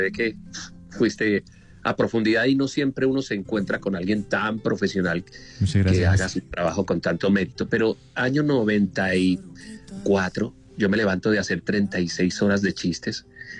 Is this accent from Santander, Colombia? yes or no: yes; Santander, Colombia; also born or lived in United States; Barichara, en mi tierra, en Santander.